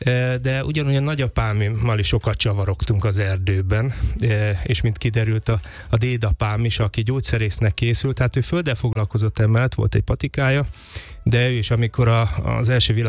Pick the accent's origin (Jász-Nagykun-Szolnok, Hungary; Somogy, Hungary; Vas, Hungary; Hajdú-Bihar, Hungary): Hajdú-Bihar, Hungary; Debrecen; born or raised there; now in Budapest, Hungary